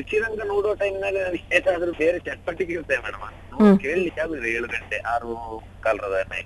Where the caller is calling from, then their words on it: Aleti, Karnataka, India; ನಾನು ಸುಳ್ಯ ತಾಲೂಕು ಆಲೇಟಿ ಗ್ರಾಮದಿಂದ